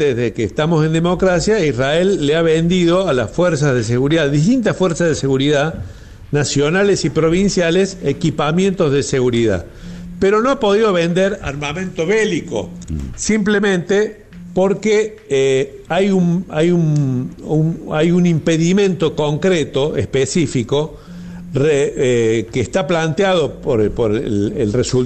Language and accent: Spanish; Argentina